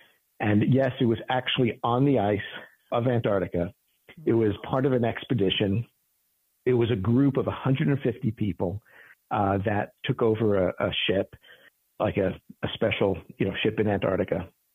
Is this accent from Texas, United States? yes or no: no; New York City, New York, United States; born or raised there